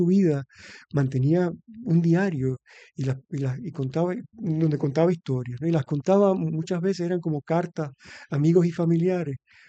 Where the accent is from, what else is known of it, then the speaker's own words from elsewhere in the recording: Aguada, Puerto Rico; Inclusive una de las películas se filmó en mi pueblo, en Aguada.